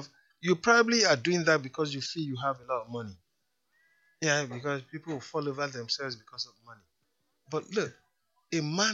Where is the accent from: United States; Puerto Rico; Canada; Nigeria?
Nigeria; Kaduna, Kaduna State; born there; My dad had to slip my mom and I through the needle's eye to leave the north. Wow. I was born in Kaduna.